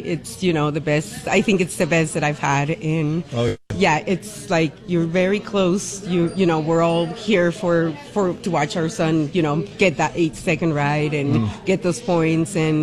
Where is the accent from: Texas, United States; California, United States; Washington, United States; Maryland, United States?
Washington, United States; Toppenish; From Toppenish, Washington.